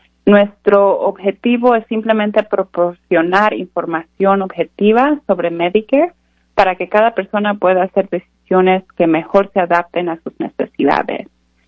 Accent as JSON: {"language": "Spanish", "region": "Michoacán", "country": "Mexico", "moved": "yes", "lives_now": "Olympia, United States", "said": "Mi título es especialista de Medicare. Vivo en Olympia, pero soy originariamente de Michoacán, México."}